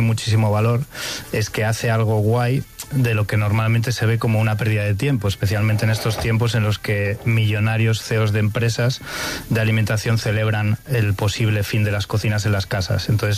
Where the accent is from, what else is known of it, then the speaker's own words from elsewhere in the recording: Community of Madrid, Spain; Y en mi pueblo, en la Sierra de Madrid, hacen una caldereta una vez al año